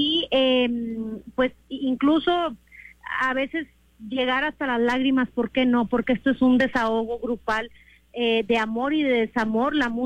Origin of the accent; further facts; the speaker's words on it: Mexico; como buenos mexicanos, no puede faltar el mariachi para celebrar.